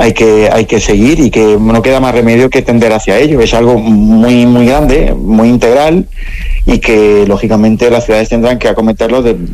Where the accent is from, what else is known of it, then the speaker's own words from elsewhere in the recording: Andalusia, Spain; Yo soy andaluz